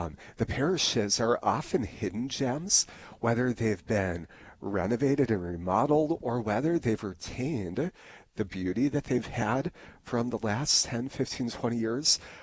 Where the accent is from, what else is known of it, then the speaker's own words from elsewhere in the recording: Harvey, North Dakota, United States; you know, I grew up in Harvey, North Dakota. My mother and stepfather live north of Animus. You know, I've got family out in Bismarck, Minot, my brother and sister-in-law in Fargo.